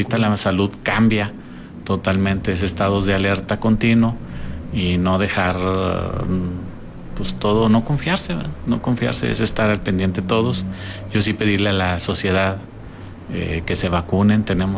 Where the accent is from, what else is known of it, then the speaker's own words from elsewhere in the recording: Durango, Mexico; como somos los duranguenses